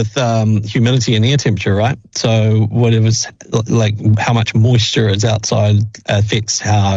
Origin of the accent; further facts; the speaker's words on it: Dunedin, Otago, New Zealand; I grew up in Dunedin, and I only ever put socks and shoes on if I was forced to.